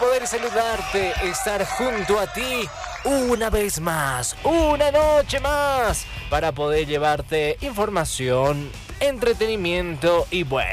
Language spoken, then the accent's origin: Spanish; Bolivia